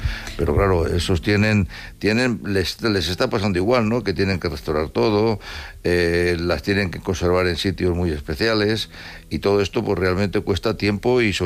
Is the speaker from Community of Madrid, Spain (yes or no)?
yes; Madrid, Community of Madrid, Spain; Quizás, bueno, la verdad que yo soy de Madrid